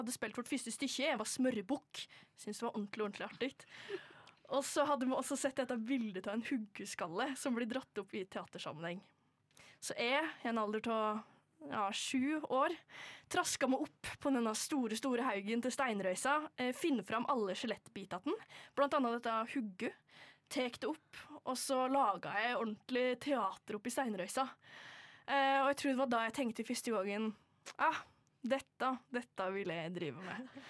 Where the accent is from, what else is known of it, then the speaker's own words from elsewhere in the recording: Valdres, Innlandet, Norway; jeg er fra Valdres, og jeg er fra Gard. Det er verdens fineste gard som ligger i Bjørgokrysset i Valdres med en stor, stor haug.